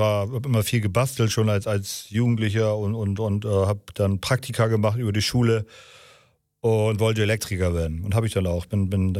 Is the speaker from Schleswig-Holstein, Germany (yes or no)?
yes; Kiel, Schleswig-Holstein, Germany; Ich bin im August 66 geboren in Kielgarden.